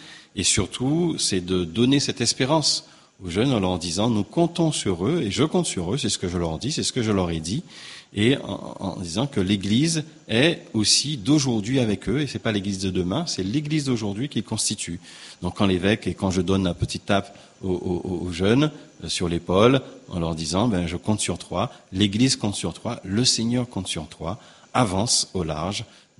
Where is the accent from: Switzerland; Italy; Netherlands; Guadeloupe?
Guadeloupe; certes, petit pays que nous sommes, petite île que nous sommes de la Guadeloupe